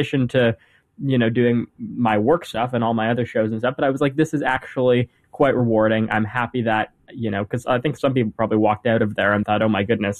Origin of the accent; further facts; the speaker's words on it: Canada; And that was interesting, just because I'm from Canada, who doesn't know me.